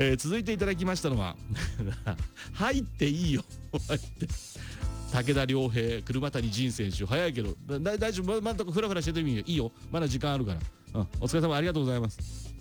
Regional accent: Tochigi, Japan; 栃木出身ですけど、

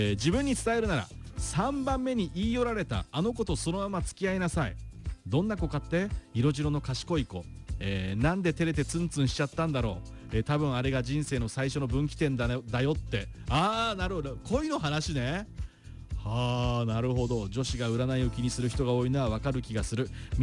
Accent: Sano, Tochigi, Japan; 私のふるさと佐野

